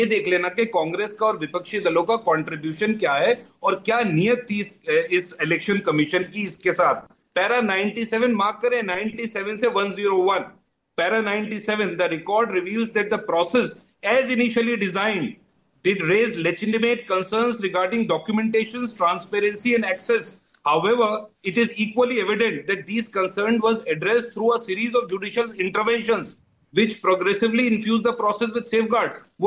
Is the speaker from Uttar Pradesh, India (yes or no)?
yes; Rampur, Uttar Pradesh, India; मैं जिस जिले से आता हूं, रामपुर यूपी से